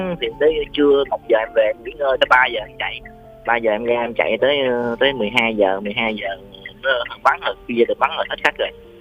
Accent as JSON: {"language": "Vietnamese", "region": "Can Tho", "country": "Vietnam", "said": "tài xế xe công nghệ sao đến em đến từ Cần Thơ anh Phú ơi."}